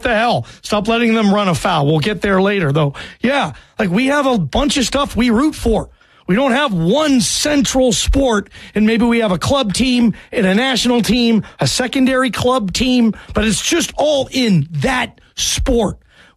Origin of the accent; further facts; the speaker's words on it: Seattle, Washington, United States; Are you kidding me? I'm from Seattle.